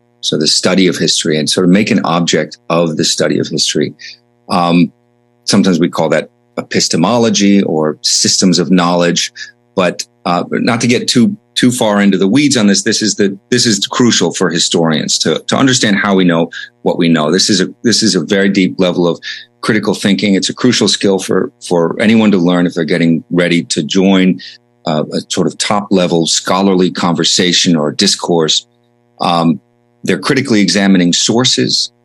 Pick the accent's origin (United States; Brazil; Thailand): United States; New York; now in California, United States; Yeah, I'm from New York, from upstate New York, and I went to SUNY Albany as an undergrad, State University of New York at Albany.